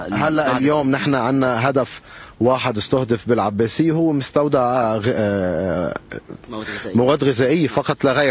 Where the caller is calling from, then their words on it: Abbasiyeh, South Governorate, Lebanon; عنا نحن العباسية